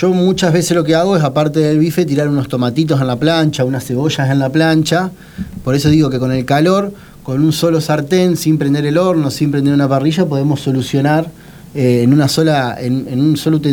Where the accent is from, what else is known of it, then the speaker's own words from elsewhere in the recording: Argentina; Y si somos argentinos